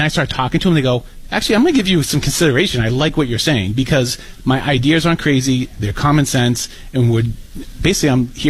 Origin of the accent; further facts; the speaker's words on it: Lowell, Massachusetts, United States; now in Hyannis, United States; Originally from Lowell. I grew up in Lowell, Massachusetts, then served 4 years at beautiful Fort Bragg, jumping on perfectly good airplanes, and then moved back to Massachusetts and live currently in Hyannis.